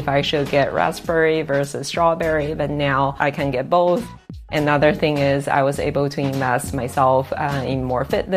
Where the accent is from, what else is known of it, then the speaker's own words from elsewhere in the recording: Kaifeng, Henan, China; moved away as an adult; also born or lived in Shanghai; now in United States; I was born and raised in Kaifeng, which is a small city in the middle part of China.